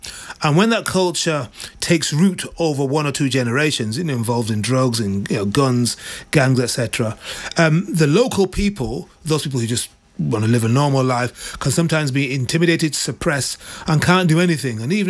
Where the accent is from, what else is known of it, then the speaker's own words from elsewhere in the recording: Manchester, North West England, United Kingdom; So I'm from Manchester, so northwest of England.